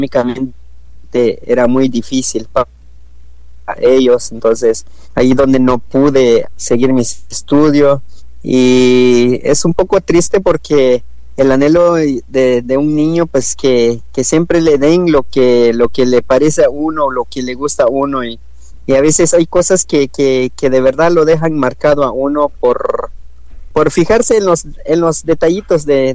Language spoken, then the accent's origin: Spanish; Guatemala; moved away as an adult; now in Los Angeles, United States; Soy de Guatemala, pero vivo aquí en Los Ángeles, California. Estoy casado y tengo tres hijas aquí en Los Ángeles.